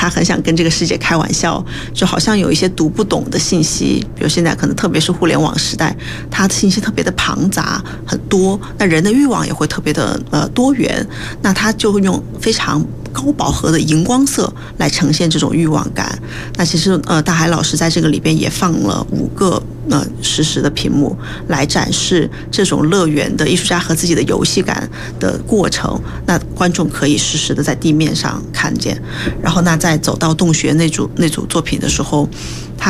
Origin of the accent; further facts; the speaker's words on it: Yichang, Hubei, China; 我的家乡在三峡，在湖北宜昌，其实我们那边也有很多的就三线工厂